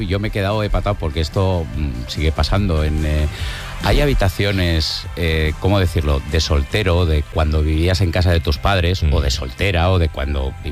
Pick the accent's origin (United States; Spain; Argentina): Spain; Barcelona, Catalonia; yo que soy de Barcelona y del Barça